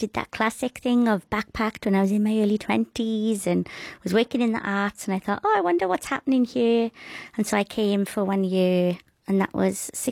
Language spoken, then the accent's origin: English; Wales, United Kingdom; Oh, we were a cereal and toast family, so normally wheat bread.